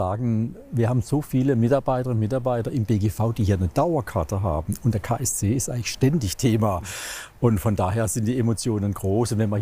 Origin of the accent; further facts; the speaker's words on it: Baden-Württemberg, Germany; Ich bin sehr heimatverbunden. Ich bin Badener, ich bin in Baden geboren, aber ein weltoffener Badener.